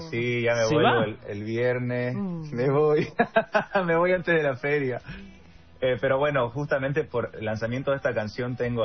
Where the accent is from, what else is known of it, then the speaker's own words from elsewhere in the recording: Bolivia; creo que como bolivianos también nos hemos bajoneado demasiado por mucho tiempo.